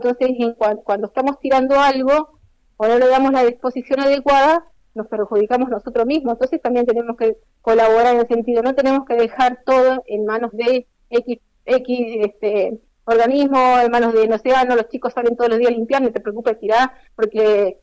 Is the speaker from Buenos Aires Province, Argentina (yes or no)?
no; Río Gallegos, Santa Cruz, Argentina; born there; Yo soy nacida acá en Río Gallegos, soy santacruceña